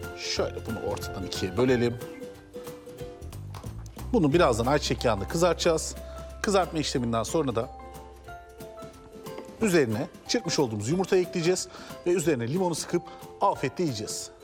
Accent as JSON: {"language": "Turkish", "region": "Adana", "country": "Turkey", "said": "Ya bir Adanalı olarak pırasayı bu kadar seviyor olmam insanları çok şaşırtıyor."}